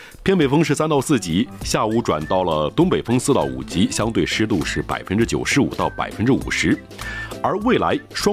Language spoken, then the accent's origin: Chinese; Shanghai, China